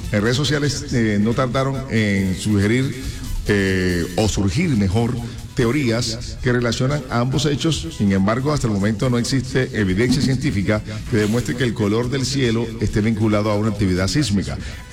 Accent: Colombia; No, yo soy colombiano

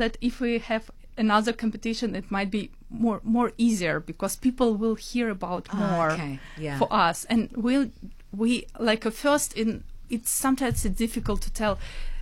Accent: Russia; English is a second language; now in Cape Town, South Africa; I'm originally from Russia

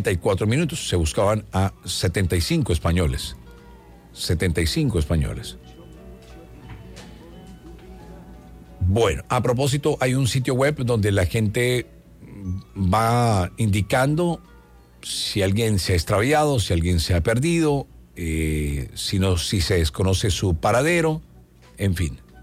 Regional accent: Colombia; Estamos para unirnos como colombianos.

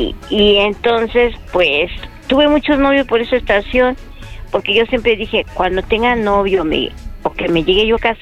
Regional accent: Coatzacoalcos, Mexico; Sí, pueden saber, soy de Coatzacoalcos, Izcalli y tengo 50 años.

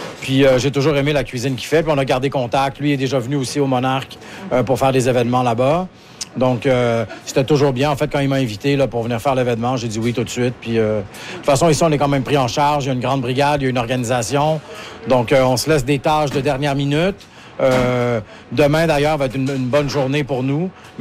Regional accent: Montreal, Quebec, Canada; also born or lived in Vancouver; now in Montreal, Canada; moi, je suis parti de Montréal pendant 10 ans, entre 20 et 30 ans, pour travailler dans des restaurants un peu partout à travers le monde, à l'international. Donc, j'ai déjà habité ici à Vancouver.

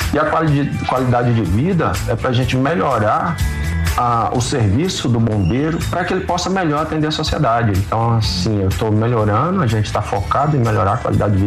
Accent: Brasília, Federal District, Brazil; also born or lived in Bahia / Goiás; nascido, morava em Taguatinga, nasci no hospital de base, passei um pouco da minha infância lá em Taguatinga, depois já juventude. Morei fora de Brasília, morei 4 anos na Bahia, morei 4 anos em Goiás, mas desde 90 fixo em Brasília.

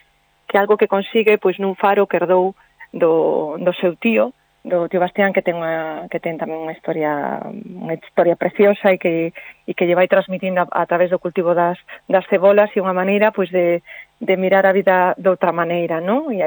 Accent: Meirás, Galicia, Spain; now in Santiago de Compostela, Spain; os meus dirían, os fillos dirían, que va, mamá, ti sigues sendo de Meirás e serálo toda a vida, pero bueno, unha parte de min sí que xa é de Santiago, sí.

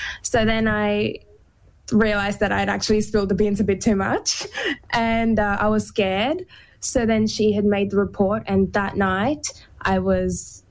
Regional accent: India; moved away; I think firstly, with growing up in India, I had disclosed my abuse to three adults in three different scenarios.

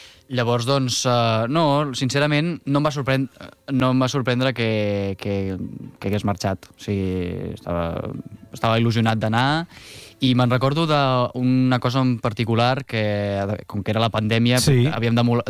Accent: Montblanc, Catalonia, Spain; que en el meu cas doncs era Montblanc, no? El meu poble de la meva vida, es pot dir.

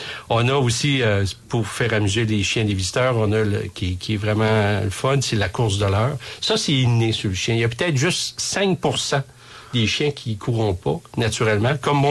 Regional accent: Quebec, Canada; nous, on est Québécois

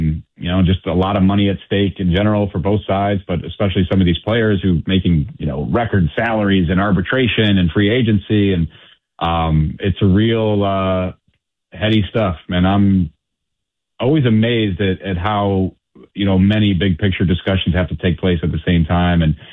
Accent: Cleveland, Ohio, United States; And I grew up in Cleveland, and I see like the difficulty of trying to keep up with the Joneses.

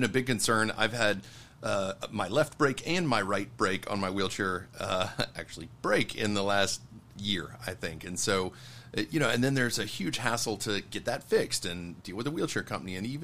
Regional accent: Houston, Texas, United States; In the U.S., my hometown, Houston, is actually great for wheelchairs because it is a driving town.

